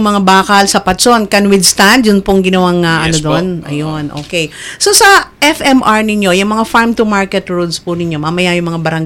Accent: General Luna, Calabarzon, Philippines; Sa amin sa General Luna, may maganda na rin kaming barangay hall.

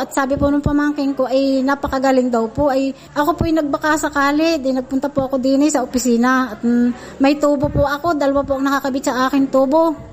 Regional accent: Calapan, Mimaropa, Philippines; ng 50 taon na po ako at taga Puting Tubig po ako, Calapan City.

